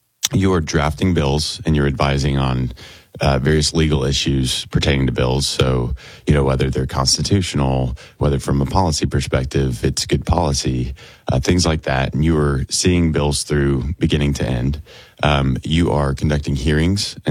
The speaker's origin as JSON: {"language": "English", "region": "Florida", "country": "United States", "tie": "born or raised there", "said": "born and raised in the Panhandle. That's home for me."}